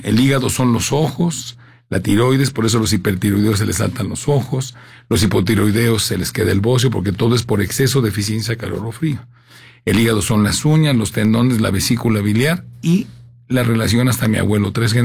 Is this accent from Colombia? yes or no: no; Tijuana, Baja California, Mexico; Yo crecí en Tijuana.